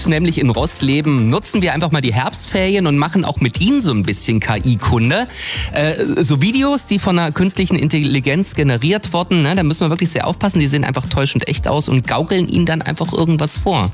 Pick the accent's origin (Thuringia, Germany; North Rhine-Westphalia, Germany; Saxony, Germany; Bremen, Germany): Thuringia, Germany; Dann sind wir Thüringer auf jeden Fall sehr berühmt